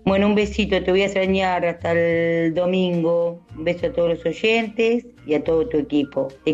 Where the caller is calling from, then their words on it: Lanús, Buenos Aires Province, Argentina; Hola Luisa, buenas noches. … soy de Lanús